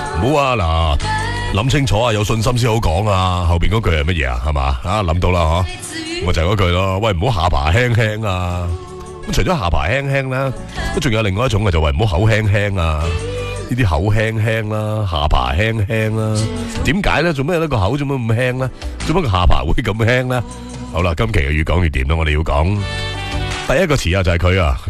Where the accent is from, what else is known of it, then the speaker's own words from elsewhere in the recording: Guangdong, China; 咁我哋广东人啦